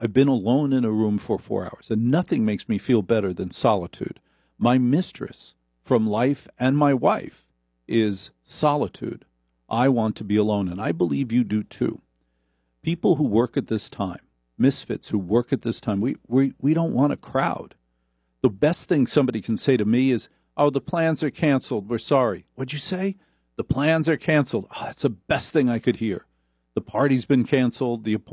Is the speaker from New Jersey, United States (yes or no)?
yes; Newark, New Jersey, United States; born there; Yeah, I was just born in Newark. I don't have an origin story. I was born in Newark, all right?